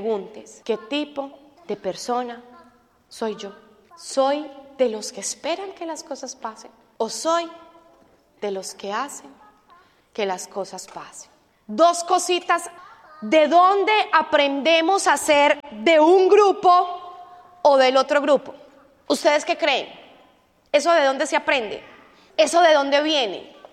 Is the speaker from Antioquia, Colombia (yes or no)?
yes; Antioquia, Colombia; moved away; los paisas, los que somos de Antioquia, nos caracterizamos, y hay un refrán por ahí que dice, un paisa no se vara.